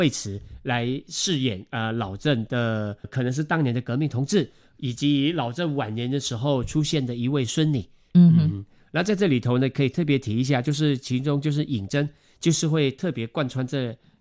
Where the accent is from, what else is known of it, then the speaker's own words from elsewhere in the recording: Malaysia; now in Taiwan; 我是马来西亚人